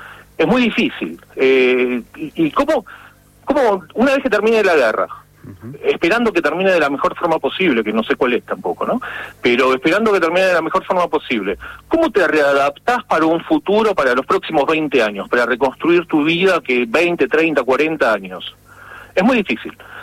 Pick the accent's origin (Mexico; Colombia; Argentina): Argentina; somos argentinos descendientes de ucranianos, la gran mayoría, no somos ucranianos.